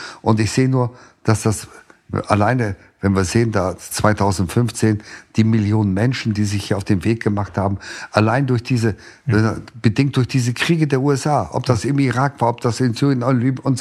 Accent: Lohne, Lower Saxony, Germany; sind wir in einem vertriebenen Lager aufgewachsen. Als Kind am Rande eines kleinen Städtchens, weit am Rande, nur

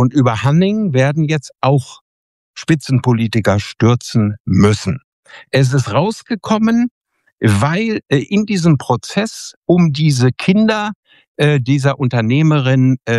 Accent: Bünde, North Rhine-Westphalia, Germany; in Bünde in Westfalen, in meiner Heimat, viele unserer Zuschauer hoffentlich treffen werde

